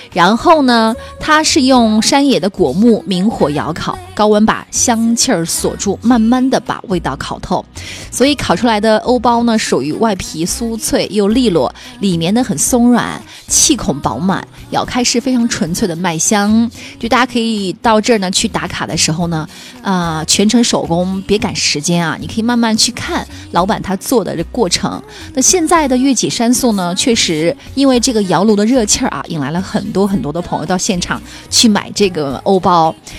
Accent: China; 其实我小时候啊在南山长大，

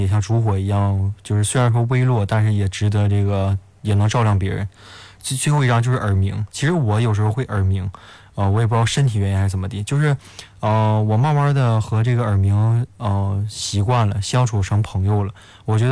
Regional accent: Northeast China, China; 而且还想到我们东北人特有的特色

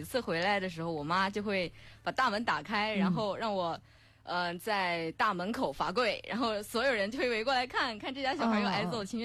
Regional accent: Bengbu, Anhui, China; 因为我是蚌埠本地人嘛，其实小的时候是住在淮河边上的，那个时候好像还是自己盖的那种小平房吧，然后现在的话就过去很多年已经拆迁了，所以其实搬过很多次家

